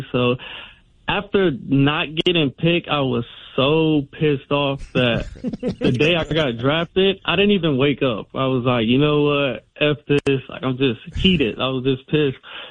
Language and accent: English; San Francisco, California, United States; I grew up in Hunters Point, which was right across the street from the old Candlestick Park Stadium.